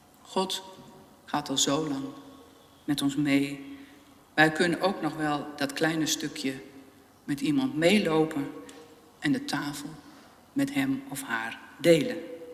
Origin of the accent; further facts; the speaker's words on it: Netherlands; Als Nederlanders, als lid van de kerk